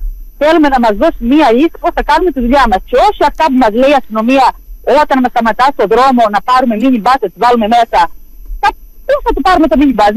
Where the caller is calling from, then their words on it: Crete, Greece; Εγώ είμαστε τώρα από την Κυθαρίδα.